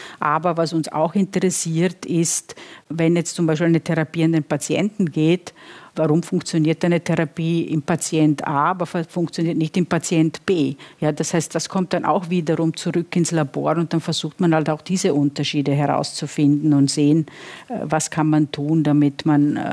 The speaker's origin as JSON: {"language": "German", "country": "Italy", "moved": "yes", "said": "Also ich selber bin ja auch Italienerin"}